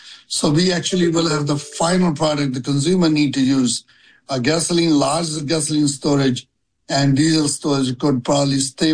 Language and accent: English; India; moved away as an adult; now in United States; I'm coming from India 43 years ago, with no idea what I was going to do here